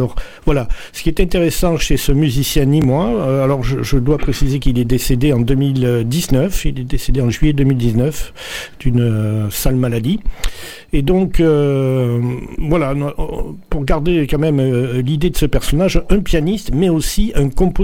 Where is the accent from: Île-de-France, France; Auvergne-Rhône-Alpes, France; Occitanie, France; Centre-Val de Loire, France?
Occitanie, France; Nîmes; moi aussi je suis né en 1956 à Nîmes